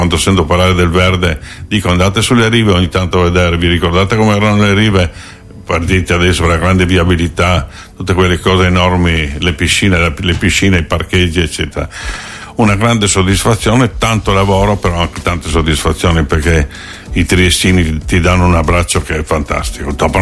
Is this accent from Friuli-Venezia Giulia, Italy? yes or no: yes; Friuli-Venezia Giulia, Italy; Io sono friulano e amiamo particolarmente la nostra terra.